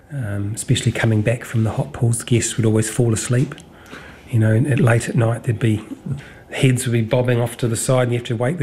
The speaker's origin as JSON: {"language": "English", "region": "Bay of Plenty", "country": "New Zealand", "tie": "born or raised there", "said": "I grew up in on Lake Rotuiti from the age of five. So my father built our house, family house, out at Okere Falls"}